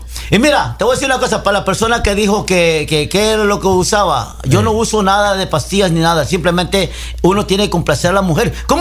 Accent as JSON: {"language": "Spanish", "country": "Mexico", "said": "Yo, I'm a Mexican, mexicano."}